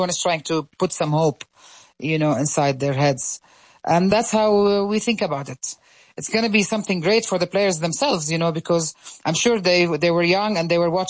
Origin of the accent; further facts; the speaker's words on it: Jordan; I'm from Jordan.